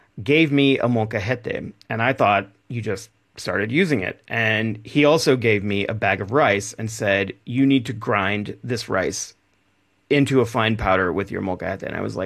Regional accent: Texas, United States; You know, I grew up in Texas, and my father grew pecan trees and peach trees.

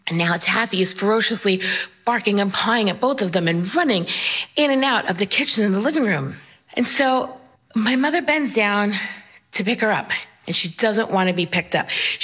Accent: Queens, New York, United States; I'm from Queens, New York, and I'm a storyteller.

